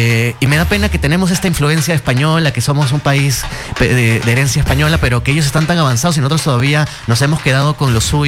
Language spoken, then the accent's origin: Spanish; Peru; Y la confianza es lo que yo creo que nos falta como peruanos